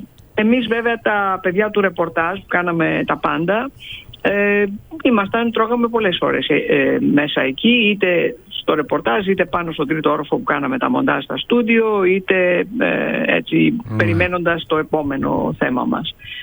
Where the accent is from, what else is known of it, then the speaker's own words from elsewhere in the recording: Kavala, Eastern Macedonia and Thrace, Greece; moved away as an adult; now in Athens, Greece; μακριά από τον τόπο μου, από το σπίτι μου στην Αθήνα, κατεβαίνοντας από την Καβάλα.